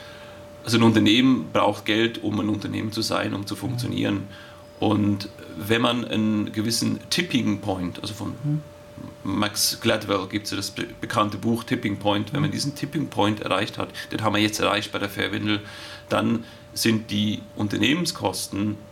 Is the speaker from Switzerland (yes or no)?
yes; Switzerland; Ich bin in der Schweiz aufgewachsen.